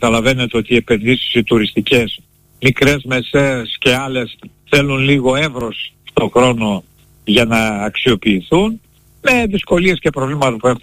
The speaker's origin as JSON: {"language": "Greek", "country": "Greece", "said": "οι Έλληνες δεν είμαστε τουρίστες στον τόπο μας."}